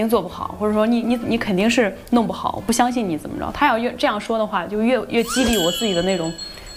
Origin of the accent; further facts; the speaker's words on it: Luoyang, Henan, China; 因为我老家是洛阳的，我们那边就是纯纯的就是细窝，就那儿的人，公园路边每个村儿，我是农村长大的